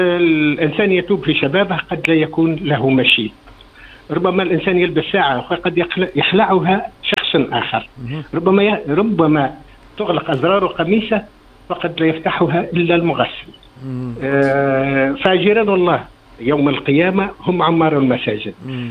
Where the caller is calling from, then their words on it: Zaghouan, Zaghouan Governorate, Tunisia; من زغوان.